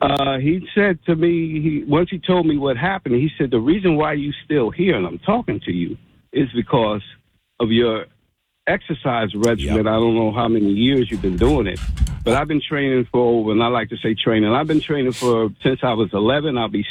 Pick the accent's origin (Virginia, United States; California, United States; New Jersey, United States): New Jersey, United States; moved away as an adult; also born or lived in North Carolina; now in Freehold, United States; Born and raised in Jersey. I went down to North Carolina for a few minutes.